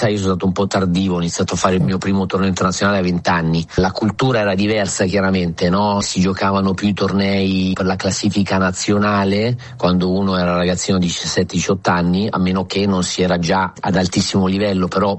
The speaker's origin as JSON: {"language": "Italian", "town": "Monza", "region": "Lombardy", "country": "Italy", "tie": "born or raised there", "moved": "as an adult"}